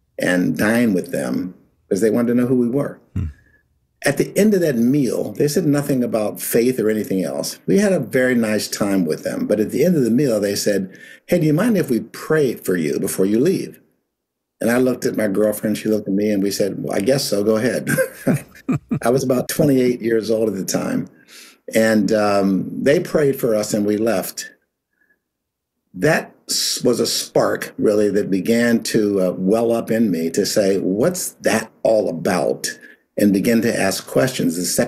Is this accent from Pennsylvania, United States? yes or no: yes; Pittsburgh, Pennsylvania, United States; But that's where I grew up in Pittsburgh, and I had a really low self-image really growing up.